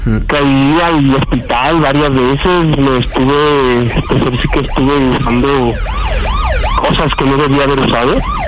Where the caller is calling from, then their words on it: Tierra Caliente, Mexico; yo soy de Tierra Caliente.